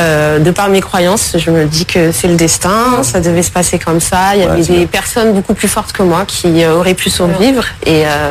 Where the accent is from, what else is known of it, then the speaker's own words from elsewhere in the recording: Comoros; Donc, c'était l'occasion aussi de rencontrer ma famille qui est aux Comores. Je suis originaire des Comores.